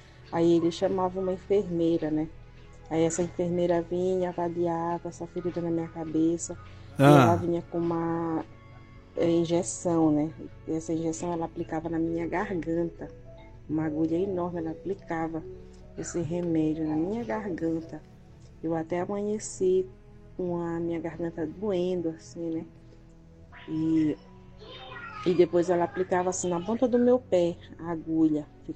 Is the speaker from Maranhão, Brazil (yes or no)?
yes; Maranhão, Brazil; moved away; na cidade onde eu fui criada